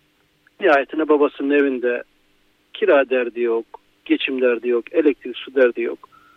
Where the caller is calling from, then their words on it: Izmir, İzmir, Turkey; İzmir'den katılıyorum.